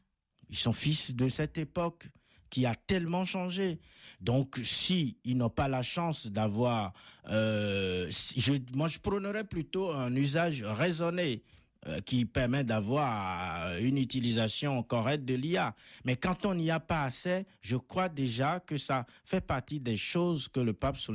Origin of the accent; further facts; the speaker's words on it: Benin; Les choses comme en Afrique, chez moi au Bénin